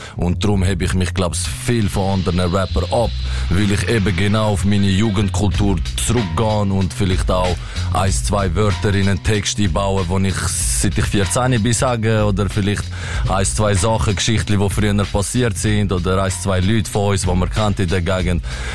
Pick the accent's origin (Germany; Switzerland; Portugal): Switzerland; Pfaffigen; Ich komme aus Pfaffigen, Schweiz. Ich bin 22.